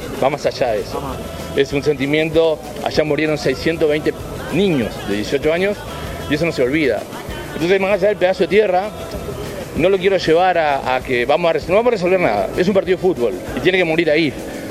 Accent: Corrientes, Argentina; yo soy de Corrientes

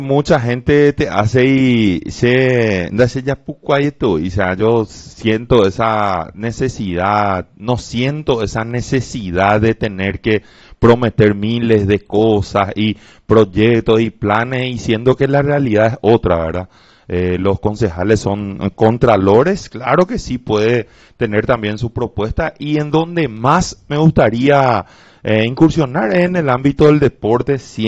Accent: Paraguay; mi barrio, que es el barrio General Genes, donde yo nací y crecí, que ahí en la fracción San Carlos

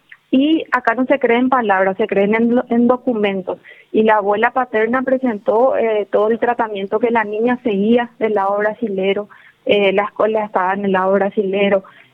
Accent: Paraguay; Pero como paraguaya me deja triste eso.

